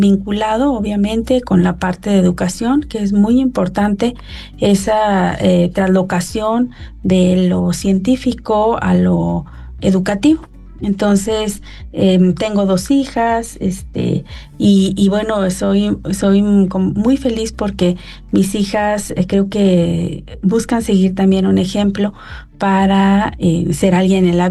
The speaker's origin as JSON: {"language": "Spanish", "town": "Matehuala", "region": "San Luis Potosí", "country": "Mexico", "tie": "born or raised there", "said": "soy originaria de Matehuala, San Luis Potosí."}